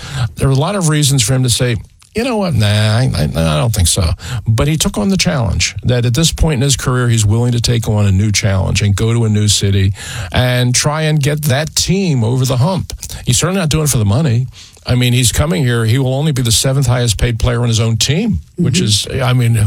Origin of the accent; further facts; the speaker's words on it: Philadelphia, Pennsylvania, United States; raised here, went to school here, and worked here my whole life. I've never worked anywhere else. I am as Philadelphian as a Philadelphian can possibly be.